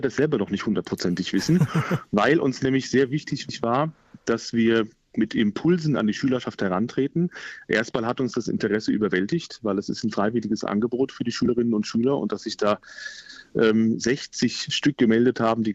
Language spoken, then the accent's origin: German; Limburg an der Lahn, Hesse, Germany; moved away; mein Vater, der auch gebürtiger Limburger ist, genauso wie ich